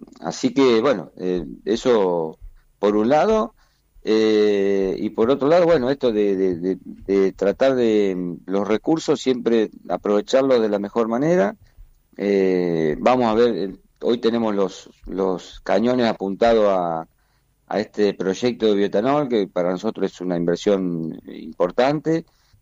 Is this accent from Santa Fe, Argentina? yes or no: yes; Bombal, Santa Fe, Argentina; Yo soy un productor agrícola ganadero de acá del sur de Santa Fe. Mi pueblo es Bombal.